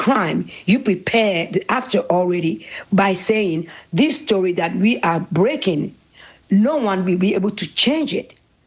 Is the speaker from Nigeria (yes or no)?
no; Benin; born or raised there